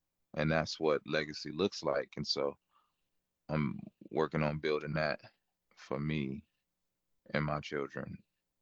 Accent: Austin, Texas, United States; So, but we're all from East Austin. I was born here in Breckenridge.

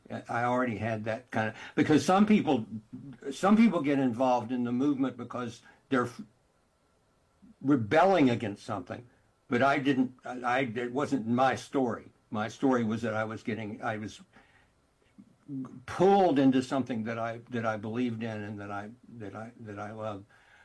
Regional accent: Houston, Texas, United States; I was a Houston boy. I grew up in Houston, and my father was a newspaper man, and my mother was a leading Houston artist, and they had an art gallery

